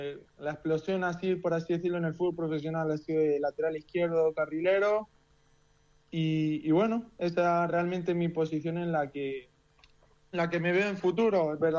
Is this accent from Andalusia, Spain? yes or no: no; Torrevieja, Valencian Community, Spain; y nací acá. Y bueno, como mis padres se buscaron el trabajo acá en España, y ahí caí yo. Y nada, y me crié acá en Torrevieja.